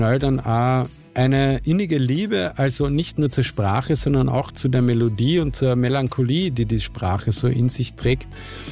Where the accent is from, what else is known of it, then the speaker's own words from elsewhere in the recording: Carinthia, Austria; also born or lived in Vienna; dann dorthin gezogen sind und ich in die Schule gekommen bin, habe ich sehr schnell bemerkt, dass man als Wiener Bazi nicht sehr beliebt ist am Land. Und ich habe dann irrsinnig schnell kärntnerisch gelernt.